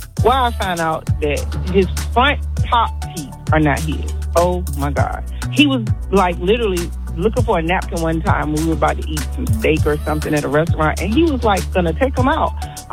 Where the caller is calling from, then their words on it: Virginia, United States; I'm calling from Virginia, the Tidewater area.